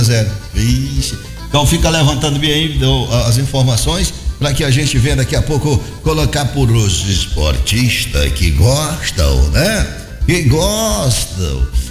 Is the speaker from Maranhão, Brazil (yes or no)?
yes; Arari, Maranhão, Brazil; now in Mato Grosso do Sul, Brazil; Alô, Donato, sou de Arari, mas estou aqui no Mato Grosso do Sul, trabalho há 7 anos